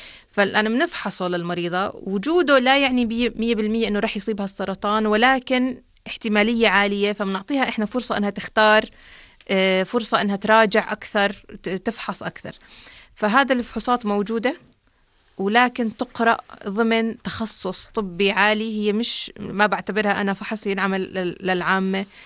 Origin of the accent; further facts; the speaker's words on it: Jordan; الآن موجودة ومتوفرة عندنا في الأردن